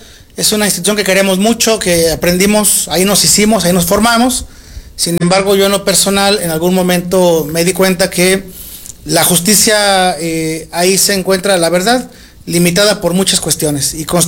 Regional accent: San Luis Potosí, Mexico; now in Rioverde, Mexico; yo soy potosino, yo soy de la capital.

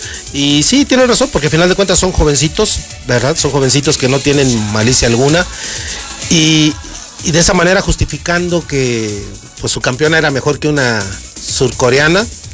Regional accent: Mexico; uno como mexicano

